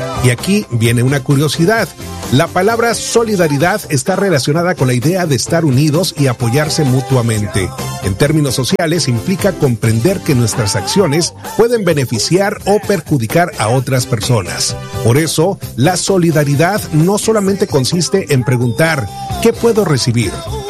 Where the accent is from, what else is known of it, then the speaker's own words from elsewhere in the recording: Mexico; nosotros mexicanos